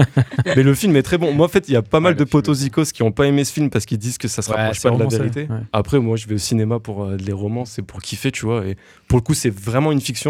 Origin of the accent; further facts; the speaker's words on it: Valence, Auvergne-Rhône-Alpes, France; je suis de Valence.